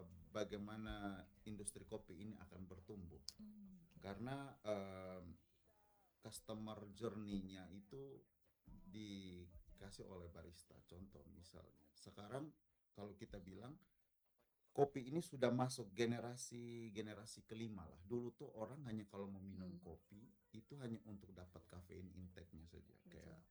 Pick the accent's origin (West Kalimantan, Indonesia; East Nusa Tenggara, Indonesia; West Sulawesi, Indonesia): East Nusa Tenggara, Indonesia; Bajawa; Oke, karena saya asli Bajawa.